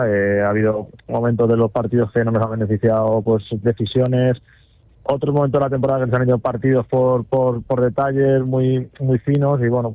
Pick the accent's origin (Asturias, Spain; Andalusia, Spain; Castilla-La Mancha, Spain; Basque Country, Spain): Castilla-La Mancha, Spain; Guadalajara; Yo al final soy de aquí, de Guadalajara